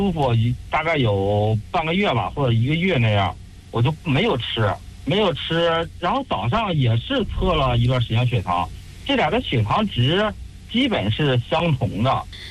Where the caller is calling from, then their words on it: Shijiazhuang, Hebei, China; 啊，对，我是石家庄的听